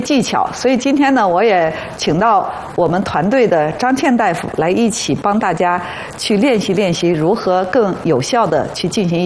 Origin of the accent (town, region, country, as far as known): China